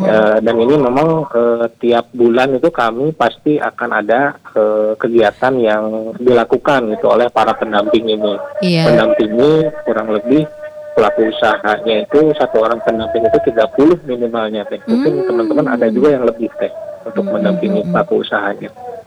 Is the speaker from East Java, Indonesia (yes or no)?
no; Bandung, West Java, Indonesia; Kadang-kadang kita orang Bandungnya sendiri malah ketinggalan gitu